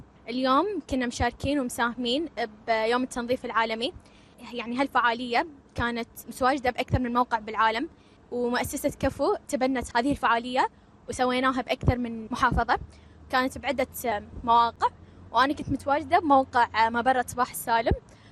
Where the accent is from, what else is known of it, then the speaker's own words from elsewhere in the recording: Kuwait; لان احنا بالنهاية قاعد نفيد ديرتنا الكويت